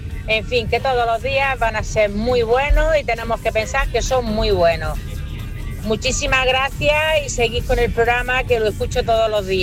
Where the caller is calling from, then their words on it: Roquetas de Mar, Andalusia, Spain; Llamo desde Almería, Roquetas de Mar